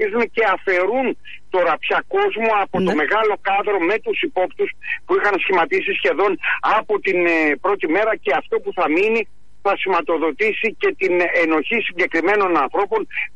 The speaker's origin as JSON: {"language": "Greek", "region": "Peloponnese", "country": "Greece", "tie": "born or raised there", "said": "όπως λένε και στο χωριό μου στην Πελοπόννησο"}